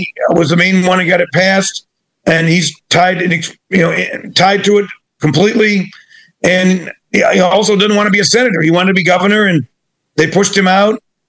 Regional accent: Euclid, Ohio, United States; my hometown of Euclid, which is a suburb on the east side of Cleveland.

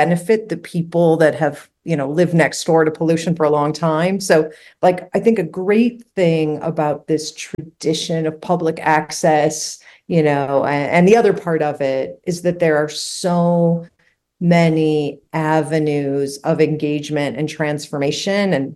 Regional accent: Detroit, Michigan, United States; now in Chicago, United States; I grew up in Detroit, so that was also my closest Great Lake growing up.

